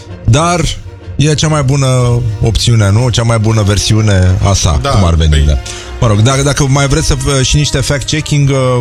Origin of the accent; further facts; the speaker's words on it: Romania; Nu mă pricep, dar sunt român și le știu pe toate.